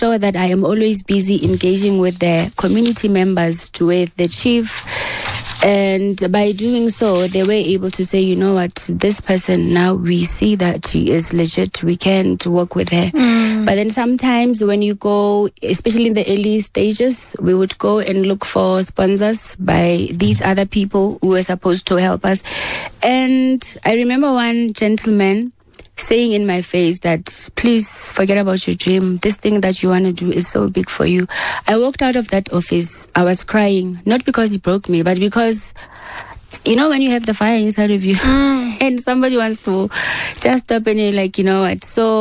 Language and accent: English; Bloemfontein, Free State, South Africa